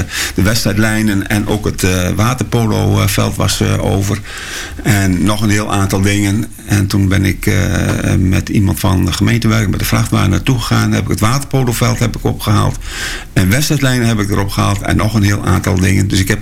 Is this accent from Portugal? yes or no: no; Hardenberg, Overijssel, Netherlands; Ik kom uit Hardenberg en wij zwommen vaak in de Vecht en in de Raderwijkerbeek.